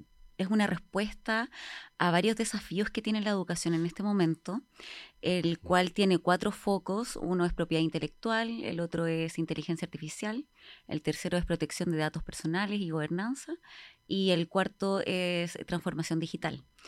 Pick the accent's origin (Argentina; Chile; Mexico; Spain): Chile; Valparaíso; moved away as an adult; now in southern Chile; Bueno, yo soy de Valparaíso. Nacida y criada en Valparaíso y después de la pandemia yo me vine al sur de aventura con ese sueño nortino me vine a buscar nuevos horizontes al